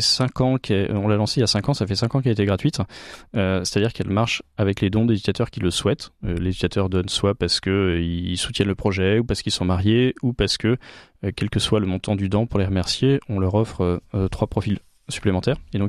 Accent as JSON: {"language": "French", "region": "Brittany", "country": "France", "said": "Je suis breton, de la famille de Carnac, comme"}